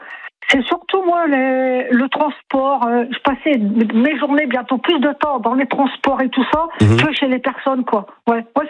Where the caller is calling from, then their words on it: Toulouse, Occitanie, France; Je suis à Toulouse, donc voilà. J'étais à Toulouse à l'époque.